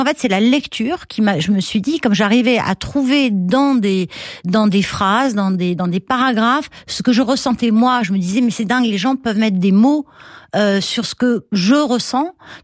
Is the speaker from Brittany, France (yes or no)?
no; Sceaux, Île-de-France, France; Moi, j'ai vécu à Sceaux. J'ai passé mon enfance à Sceaux. J'étais au lycée La Canale, au lycée Marie Curie.